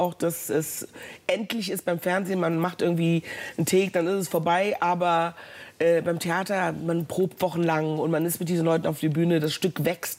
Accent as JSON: {"language": "German", "region": "North Rhine-Westphalia", "country": "Germany", "tie": "born or raised there", "also_born_or_lived": "Ghana"}